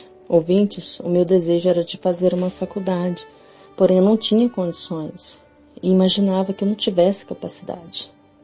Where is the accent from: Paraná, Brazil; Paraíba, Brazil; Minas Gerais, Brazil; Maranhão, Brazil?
Minas Gerais, Brazil; Campos Gerais